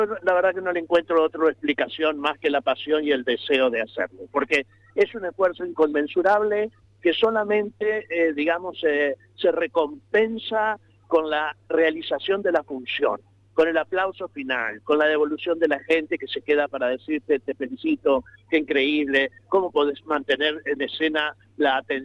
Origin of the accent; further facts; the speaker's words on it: Paraná, Entre Ríos, Argentina; moved away as an adult; also born or lived in Buenos Aires; Soy una persona de Paraná. Me formé prácticamente, comencé en Paraná, pero me fui a Buenos Aires y estuve toda mi juventud trabajando y formándome en CABA, de Buenos Aires, y hace ya 20 años que estoy de regreso a mi ciudad, Paraná